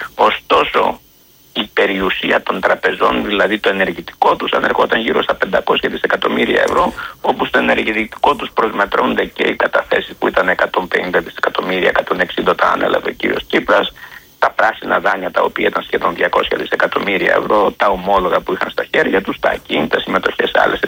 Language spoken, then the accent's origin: Greek; Greece; Όπως και μου είναι αδιανόητο σαν Έλληνας πολίτης